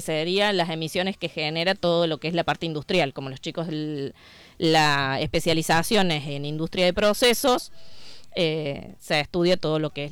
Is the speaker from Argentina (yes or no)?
yes; Las Varas, Córdoba, Argentina; moved away as an adult; now in Ballesteros, Argentina; Yo vengo de la localidad de Las Varas. Estudié ingeniería química. De ahí fue que las cosas de la vida me llevaron a vivir en Ballesteros.